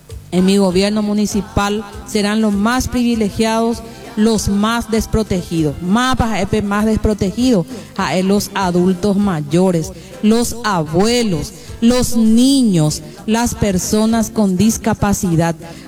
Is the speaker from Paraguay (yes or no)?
yes; Paraguay